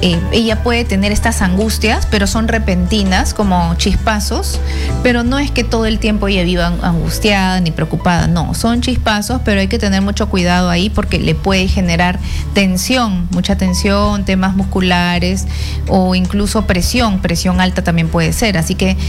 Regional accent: Peru

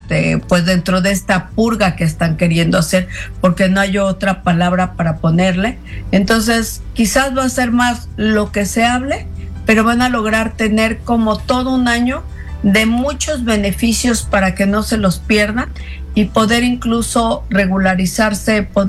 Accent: Mexico

